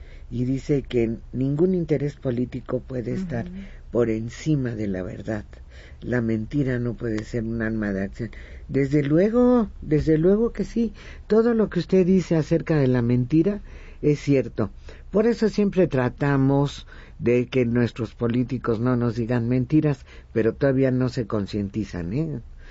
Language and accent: Spanish; Mexico; Qué auténticos somos los mexicanos